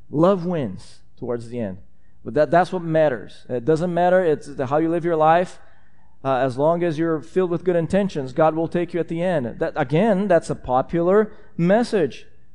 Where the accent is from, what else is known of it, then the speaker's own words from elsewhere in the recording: Brazil; My home country, Brazil, is a quote-unquote ripe mission field for these guys.